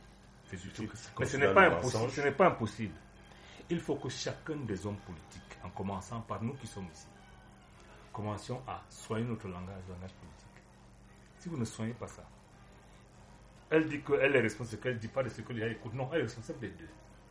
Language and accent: French; Makak, Centre, Cameroon; now in Yaoundé, Cameroon; Moi, je suis de Macaque.